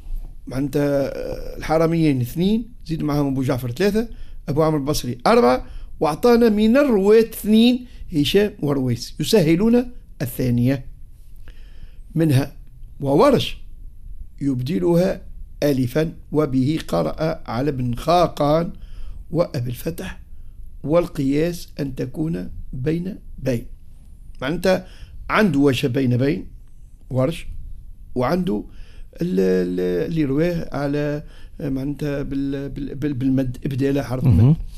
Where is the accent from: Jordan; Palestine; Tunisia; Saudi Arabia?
Tunisia; ورب يحفظ بلادنا تونس، الله محفوظة إن شاء الله